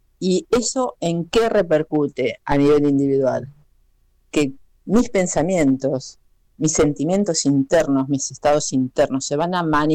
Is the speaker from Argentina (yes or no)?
yes; Argentina